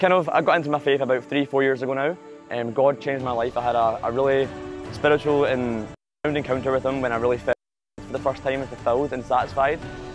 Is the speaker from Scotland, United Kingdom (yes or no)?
yes; Scotland, United Kingdom; I'm from Scotland and I'm 22 years old.